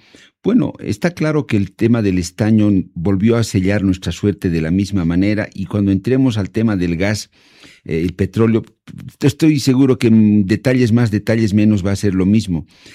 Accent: Bolivia; Tuvimos la mala fortuna de no contar con migraciones y estar encerrados ahí en el centro de Sudamérica

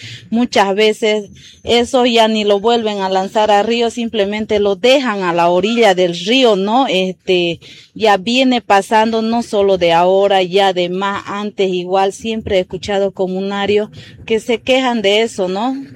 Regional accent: Puente Viejo, Bolivia

